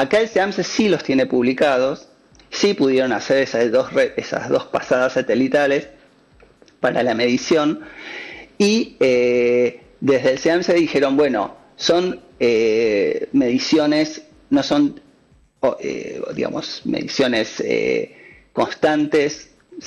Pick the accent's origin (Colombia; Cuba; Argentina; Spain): Argentina; San Carlos de Bariloche, Río Negro; Yo soy de Bariloche